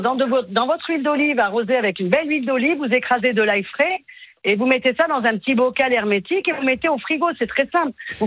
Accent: Italy; moved away; moi, je suis italienne. Donc, le basilic, chez nous, en Italie

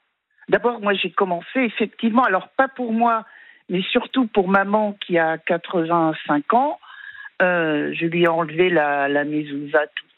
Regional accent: France; Moi, je vis en France depuis toujours, je suis française

